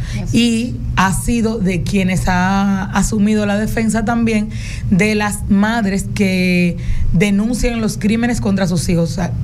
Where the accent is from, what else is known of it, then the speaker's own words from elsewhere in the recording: Dominican Republic; don Hipólito habla como hablamos nosotros, los dominicanos y dominicanos